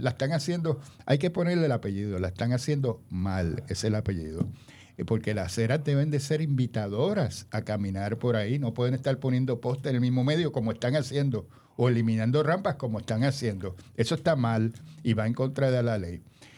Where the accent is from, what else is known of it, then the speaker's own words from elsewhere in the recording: Puerto Rico; nosotros como puertorriqueños, y mi familia es mayagüezana, yo soy de aquí de pura cepa para los disparateros que dicen que yo no soy puertorriqueño.